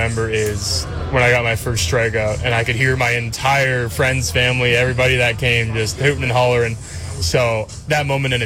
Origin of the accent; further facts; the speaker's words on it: Toronto, Ontario, Canada; growing up in Toronto, watching him throw live quite a bit.